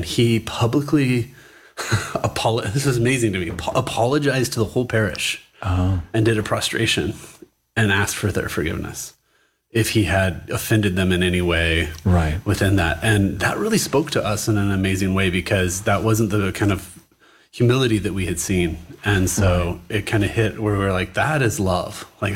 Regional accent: California, United States; born there; moved away as an adult; also born or lived in Texas; now in South Canaan, Pennsylvania, United States; I grew up in an evangelical home. My dad was a minister. We had spent about half my childhood in Texas. Oh, okay. And then the other half in Southern California in a big mega church.

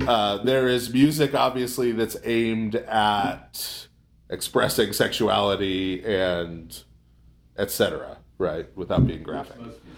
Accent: United States; born there; I'm using we in the I was born in America sense.

